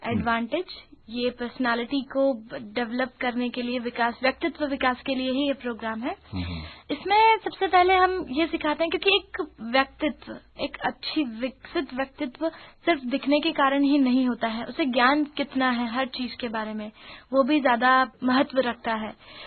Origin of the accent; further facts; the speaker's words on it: Indore, Madhya Pradesh, India; born there; इंदौर में ही मेरा जन्म हुआ है